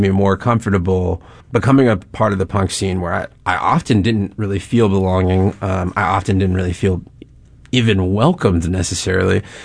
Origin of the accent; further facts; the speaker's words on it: St. Louis, Missouri, United States; I'm from St. Louis's north side. The neighborhood that I grew up in from like 0 to 9 was almost entirely black.